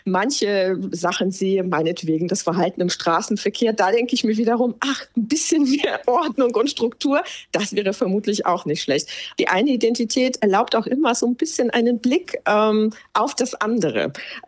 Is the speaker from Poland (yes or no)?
yes; Poland; now in Germany; das ist, wie ich mich jetzt als Polin fühle und das ist jetzt, wie ich mich als Deutsche fühle, sondern ich glaube, das Besondere ist eben, dass es so ein Mischwesen ist